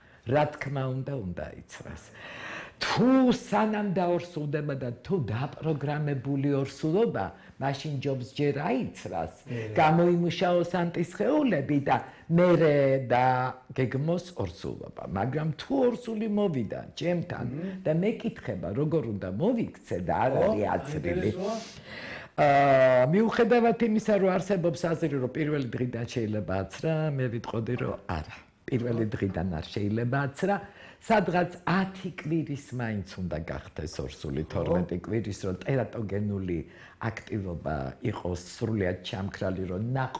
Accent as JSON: {"language": "Georgian", "region": "Tbilisi", "country": "Georgia", "said": "თბილისელი ვარ, თბილისურად მოვიქცევი."}